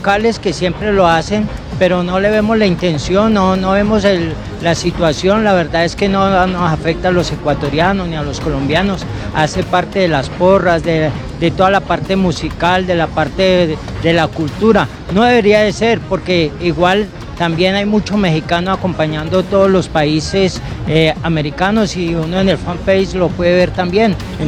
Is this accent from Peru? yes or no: no; Colombia; Bueno, pues como colombiano quiero que gane Ecuador, ojalá 1-0.